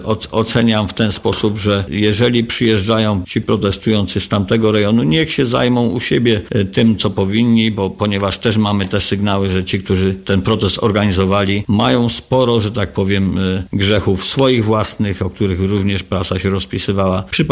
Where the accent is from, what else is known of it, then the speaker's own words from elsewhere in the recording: Lesser Poland, Poland; my tutaj jako górale o konie dbamy szczególnie.